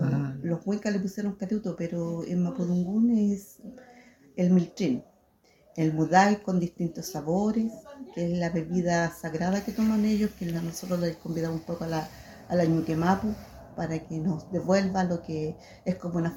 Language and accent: Spanish; Temuco, Araucanía, Chile; vengo de Temuco, yo me dedico a la gastronomía mapuche, gastronomía que aprendí de los saberes de mi madre.